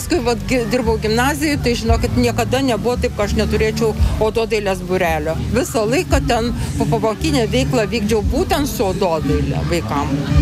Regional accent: Šiauliai, Šiauliai County, Lithuania; born there; now in Akmenė, Lithuania; Aš labai esu lojali ir myliu Akmenę, nors gimiau Šiauliuose, bet nu, man Akmenė yra nepakartojama ir nepamainama.

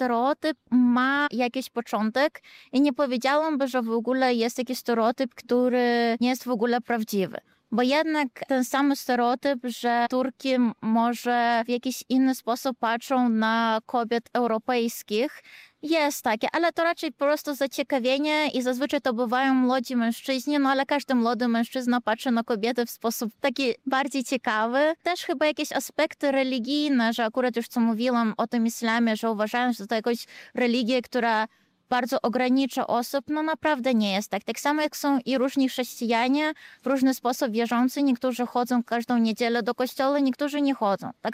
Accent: Lithuania

